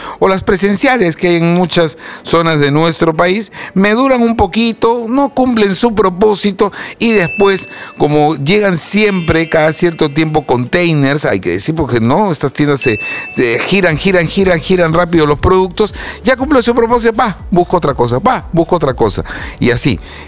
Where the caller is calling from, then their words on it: Villa El Salvador, Lima, Peru; de Villa El Salvador.